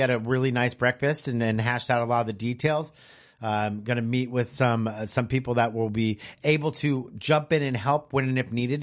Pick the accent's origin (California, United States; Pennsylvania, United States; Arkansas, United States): California, United States; Bay Area; now in Emerald Triangle, United States; I'm from the Bay Area